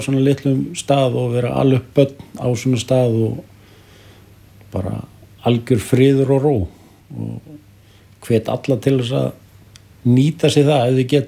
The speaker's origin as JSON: {"language": "Icelandic", "town": "Hafnarfjörður", "region": "Capital Region", "country": "Iceland", "lives_now": "Vopnafjörður, Iceland", "said": "Ég kem úr Hafnarfjörðinu."}